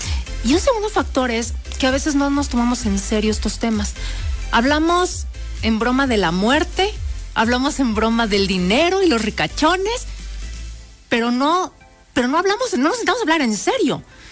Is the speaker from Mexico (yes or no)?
yes; Puebla, Mexico; soy muy poblana, me encanta, orgullosa